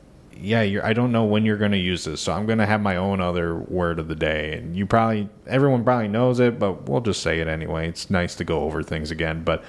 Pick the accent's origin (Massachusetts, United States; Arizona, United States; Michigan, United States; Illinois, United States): Illinois, United States; Ottawa; But you got to avoid that with Ottawa. When my hometown.